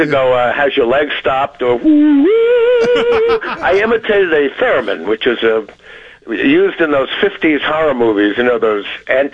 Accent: New York, United States; I was brought up in the Bronx, which is the only one of the five boroughs on the mainland of the United States

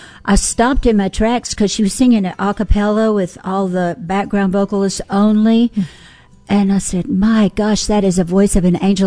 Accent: Memphis, Tennessee, United States; you can't be born and raised in Memphis, Tennessee and not have some

